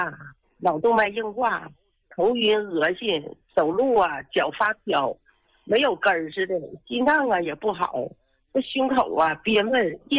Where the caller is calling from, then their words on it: Fushun, Liaoning, China; 我是辽宁抚顺的，今年66岁的。